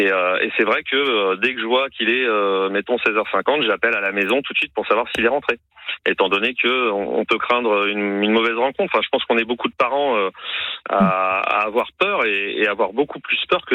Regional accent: Évry, Île-de-France, France; Non, j'ai été élevé en Île-de-France, je suis de la région d'Évry.

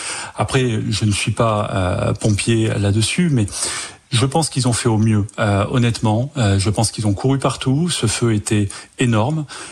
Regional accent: France

